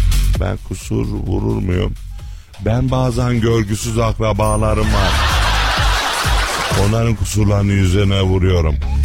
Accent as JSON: {"language": "Turkish", "region": "Adıyaman", "country": "Turkey", "said": "Adıyaman Besti'den, Gölbaşı'ndan biz de oralıyız. Biz Allah'ın köylüleriyiz."}